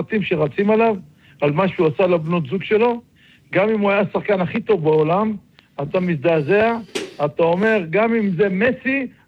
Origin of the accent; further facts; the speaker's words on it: Netanya, Central District, Israel; אצלנו בנתניה